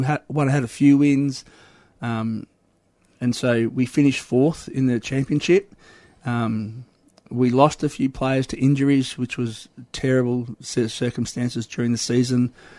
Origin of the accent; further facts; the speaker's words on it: Ballarat, Victoria, Australia; growing up in country Victoria, I grew up in Ballarat. Mum and Dad are still there